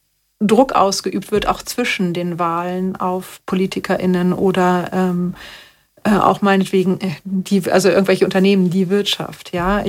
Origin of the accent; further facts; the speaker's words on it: Germany; now in Austria; ich als Deutsche in Österreich